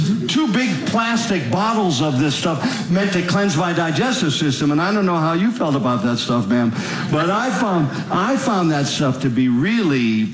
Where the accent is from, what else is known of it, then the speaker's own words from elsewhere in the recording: Minnesota, United States; I'm from Minnesota, not Manitoba.